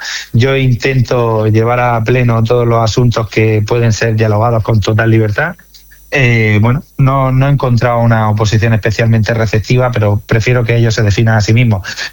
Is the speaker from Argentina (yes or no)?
no; Blanca, Region of Murcia, Spain; los blanqueños somos muy de Blanca